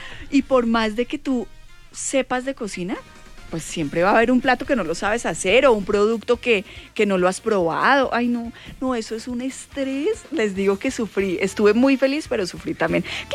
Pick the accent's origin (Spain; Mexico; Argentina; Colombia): Colombia; Paisa region; now in Chía, Colombia; Pero si yo soy paisa